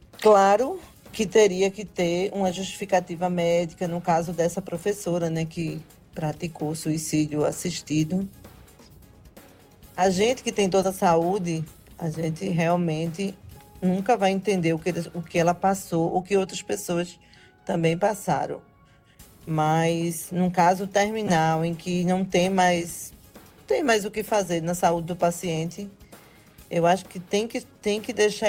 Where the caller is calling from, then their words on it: Recife, Pernambuco, Brazil; sou de Boa Viagem.